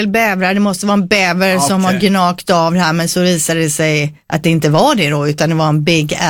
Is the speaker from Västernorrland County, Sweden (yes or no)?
no; Skåne, Sweden; Jag är från Skåne i alla fall